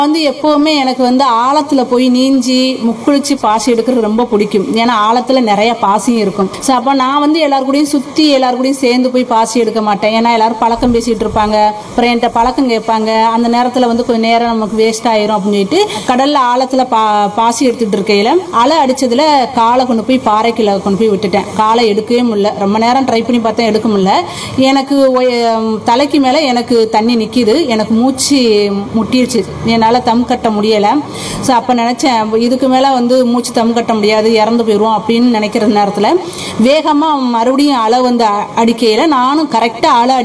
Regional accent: Tamil Nadu, India; born there; moved away as an adult; now in Pamban Therkuvadi, India; நான் பாமன் தெற்குவாடி கிராமம். நான் பிறந்த ஊர் வந்து நரிக்குழி அப்படின்னு ஒரு கிராமத்தில் நான் பிறந்தேன். எனக்கு கல்யாணம் பண்ணி கொடுத்தது தான் பாமன் தெற்குவாடி கிராமம். இப்போ அங்கே தான் இருக்கேன்.

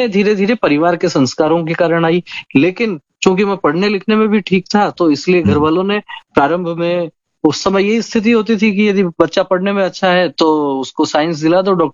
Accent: Ajitgarh, Rajasthan, India; born or raised there; now in Jaipur, India

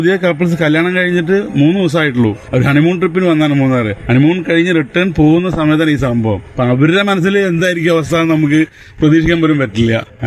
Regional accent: Malampuzha, Kerala, India

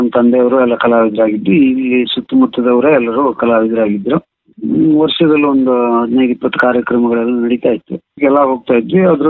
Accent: Karnataka, India; ಮಲೆನಾಡಿನವನಾದ ನನಗೆ

